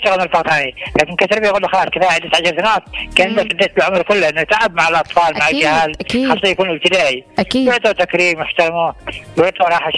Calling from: South Yemen, Yemen; كان عندنا في الجنوب عيد العلم.

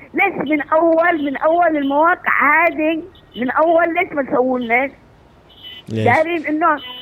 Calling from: Aden, Yemen

